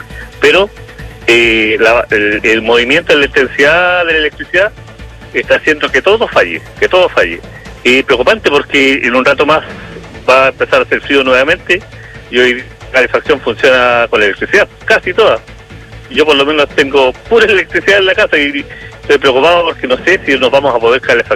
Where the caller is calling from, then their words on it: Chile; yo soy de Jardines de la República, de ahí en Los Condel, ahí cerca del centro.